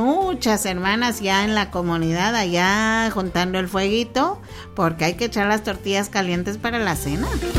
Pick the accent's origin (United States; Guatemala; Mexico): Guatemala; Somos de Guatemala. La tierra del frijolito y las tortillas calientes.